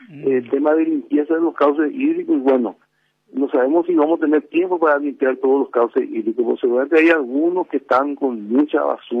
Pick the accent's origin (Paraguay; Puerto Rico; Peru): Paraguay; nosotros que somos, los paraguayos somos muy folclóricos